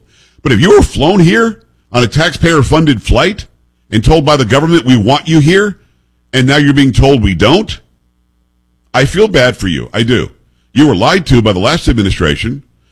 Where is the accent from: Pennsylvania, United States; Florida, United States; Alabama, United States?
Florida, United States; And I grew up in South Florida, as I say all the time.